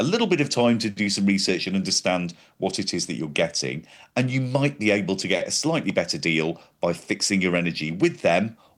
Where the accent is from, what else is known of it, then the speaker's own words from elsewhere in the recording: Manchester, North West England, United Kingdom; I grew up in Manchester